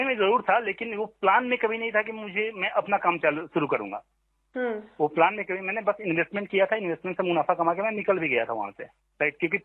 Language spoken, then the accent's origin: Hindi; Motihari, Bihar, India; मैं भोजपुरी बोलता हूँ, बेसिकली मैं मोतिहारी से बिलोंग करता हूँ।